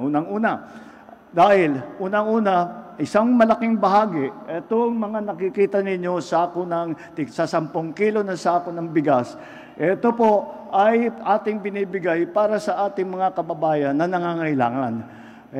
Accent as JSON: {"language": "Tagalog", "region": "Ilocos Region", "country": "Philippines", "said": "Pero palapit na doon sa amin sa Ilocos Norte. Nararamdaman ko talaga ang init ng inyong salubong."}